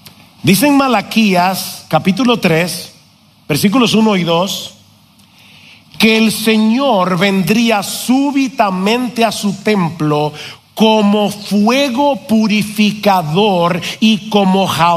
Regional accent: San Juan de la Maguana, San Juan, Dominican Republic; born there; Yo nací en San Juan de la Maguana.

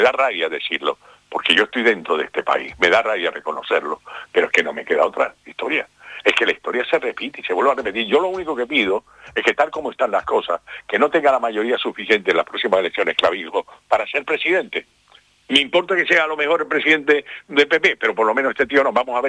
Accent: Canary Islands, Spain; somos los canarios y canarias.

